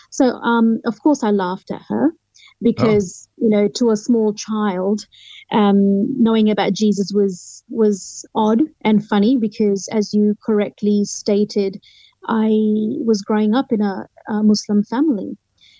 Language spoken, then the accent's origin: English; England, United Kingdom; born there; And so my parents ended up growing up in Fiji, where they met and got married, and then moved across to England, where my father pursued law, and that's where I was born.